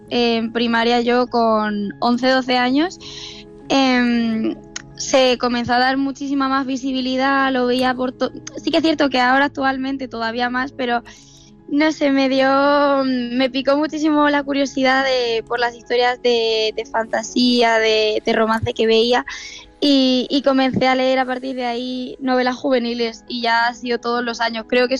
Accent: Murcia, Region of Murcia, Spain; De Murcia capital, exactamente, de centro. De hecho, cuando me confunden con el acento digo, no puede ser, si es súper reconocible.

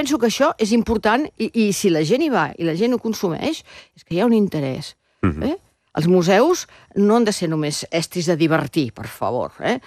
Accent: Llançà, Catalonia, Spain; I aleshores soc de Llanza.

